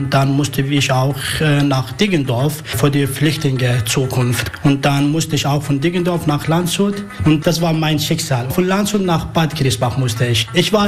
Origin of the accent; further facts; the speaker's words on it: Tishrin, Syria; German is a second language; now in Germany; Ich komme aus Syrien, geboren in Tischrin, der ist Nordsyrien, Grenze von der Irak.